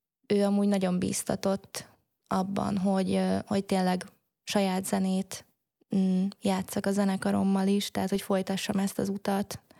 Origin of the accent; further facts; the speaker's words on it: Hungary; moved away as an adult; now in Tallinn, Estonia; hogyha ott ülök egyedül magyarként